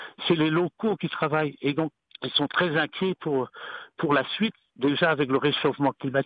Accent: Tréglonou, Brittany, France; also born or lived in Milizac; Je suis issu de Tréglenou et Milizac avec des fermes, j'ai vécu enfant dans les fermes

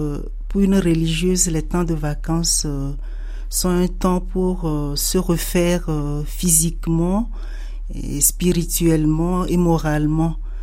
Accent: Togo; moved away; Oui, je suis originaire du Togo. Le Togo, c'est un petit pays de l'Afrique de l'Ouest, d'une superficie de 56 700 km² et d'environ 9 millions d'habitants.

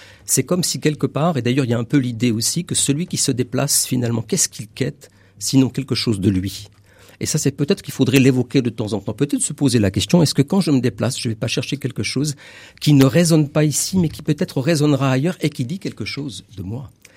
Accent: Switzerland; moved away as an adult; now in Gennes-Val-de-Loire, France; Moi, je suis suisse, donc je suis pas très loin de chez vous, Pascal.

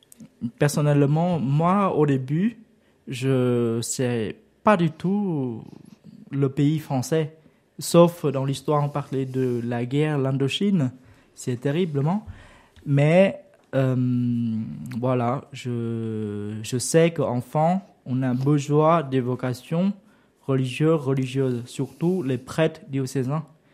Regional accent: Vietnam; French is a second language; moved away as an adult; now in France; le jour que je quittais au Vietnam

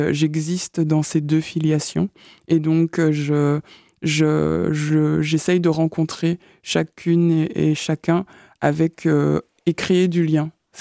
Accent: Goma, North Kivu, DR Congo; Moi, je viens de la région de Goma, donc comme beaucoup de personnes le savent, je pense, qui est en guerre civile depuis plus de 30 ans

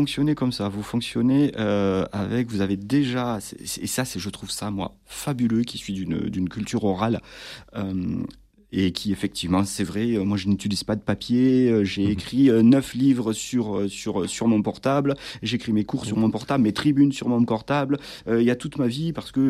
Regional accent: Toulouse, Occitanie, France; accent: toulousain; pardon pour mon accent toulousain et mon anglais déplorable.

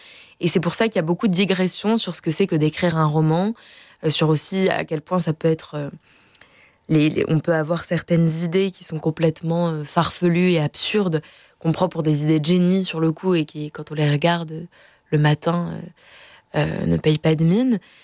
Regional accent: Marseille, Provence-Alpes-Côte d'Azur, France; je suis marseillaise.

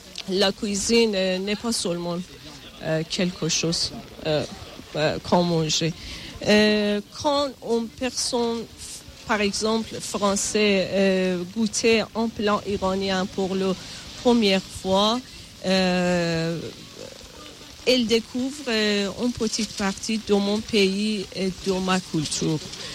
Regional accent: Iran; now in Valence, France; je suis iranienne

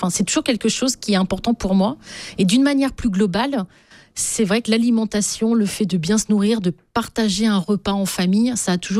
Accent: Brest, Brittany, France; moved away as an adult; also born or lived in Normandy; now in Nice, France; moi je suis originaire de Bretagne, j'y suis restée jusqu'à mes 20 ans.

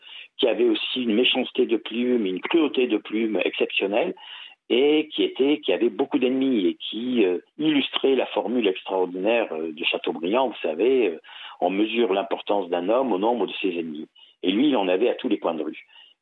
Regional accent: Corsica, France; du fait que je suis corse

